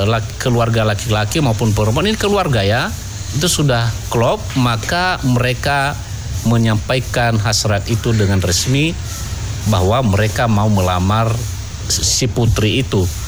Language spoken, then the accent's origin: Indonesian; Nias, North Sumatra, Indonesia; born there; Dulu di kampung saya sendiri